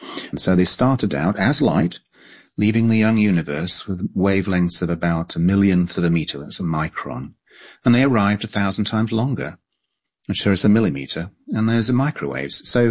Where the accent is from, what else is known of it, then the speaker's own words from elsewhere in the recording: Cambridge, East of England, United Kingdom; I was lucky in being a sort of 10-year-old in the mid-60s when a lot happened in astronomy. And I also happened to be living in Cambridge in England